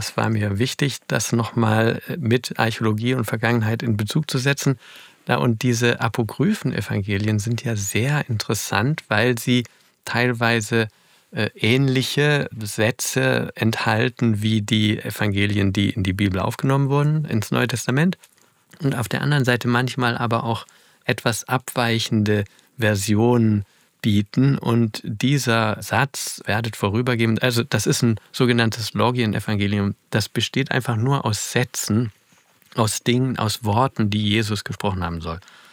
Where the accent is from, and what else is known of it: Baden-Württemberg, Germany; born or raised there